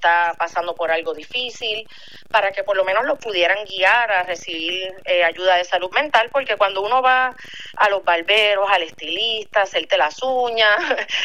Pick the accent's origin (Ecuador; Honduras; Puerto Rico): Puerto Rico; now in Florida, United States; para mí creciendo en Puerto Rico y en Latinoamérica